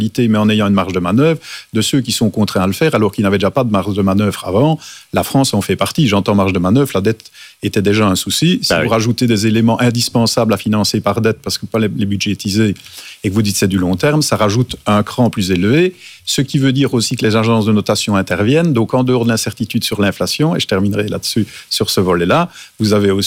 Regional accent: Wallonia, Belgium; et plutôt la Wallonie, je suis wallon, que la Flandre

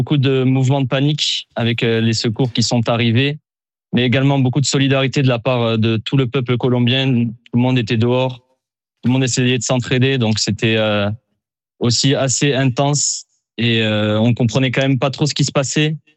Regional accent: France

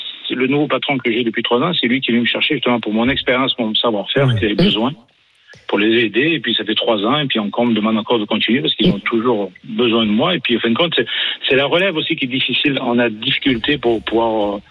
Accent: Quebec, Canada

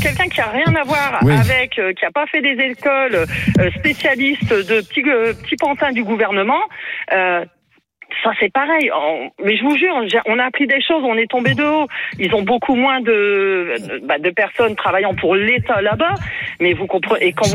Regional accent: France; Et pourtant, je suis française, hein.

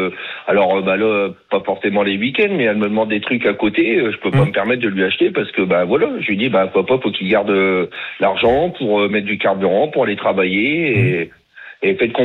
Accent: France; Tandis que moi, je suis un Français et je préfère payer mes factures et pas partir en week-end, quoi.

